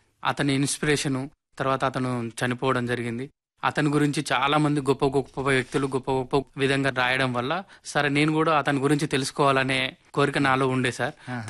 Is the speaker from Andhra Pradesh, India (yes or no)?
no; Nalgonda district, Telangana, India; మాది ఆరగూడెం గ్రామం, తిప్పర్తి మండలం, నల్లగొండ జిల్లా.